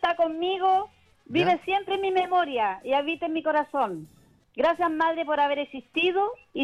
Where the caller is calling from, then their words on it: San Fernando, O'Higgins, Chile; Yo soy acá de San Fernando, de la Villa de la Fruta.